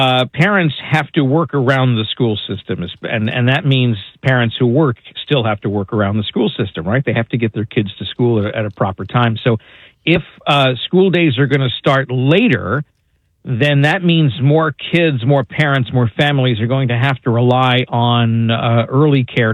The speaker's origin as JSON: {"language": "English", "region": "New York", "country": "United States", "tie": "born or raised there", "said": "I grew up in New York, and we were after Labor Day."}